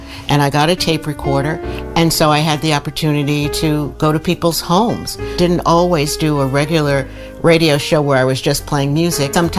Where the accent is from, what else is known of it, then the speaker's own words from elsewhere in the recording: New York City, New York, United States; moved away as an adult; now in Los Angeles, United States; I was born in 1954 in New York City. New York was a great place to grow up because you were exposed to so much culture.